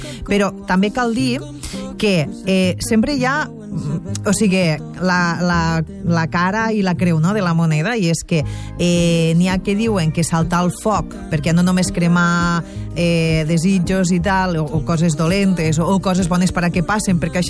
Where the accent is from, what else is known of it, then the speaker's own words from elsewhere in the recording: Amposta, Catalonia, Spain; recordo que quan era petita, en Posta almenys hi havia moltes de fogueres